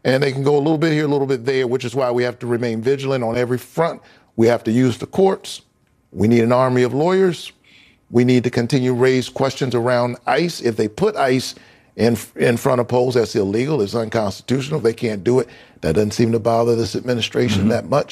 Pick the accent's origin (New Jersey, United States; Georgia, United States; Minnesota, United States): Georgia, United States; You know, I'm from Georgia, way below zero.